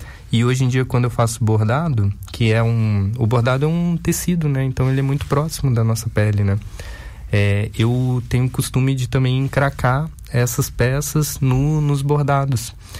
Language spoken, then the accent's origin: Portuguese; Florianópolis, Santa Catarina, Brazil; moved away as an adult; also born or lived in Uruguaiana; now in Rio de Janeiro, Brazil; Porque eu cresci em Florianópolis. Eu sou de Uruguaiana, mas eu cresci em Florianópolis, né? E então, minha família ainda mora lá, em Florianópolis. Então, e eu moro no Rio há 13 anos, né?